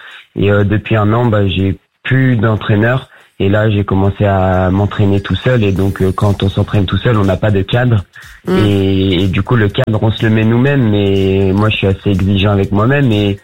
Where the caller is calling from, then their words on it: Auvergne-Rhône-Alpes, France; Moi, je viens du côté de Lyon.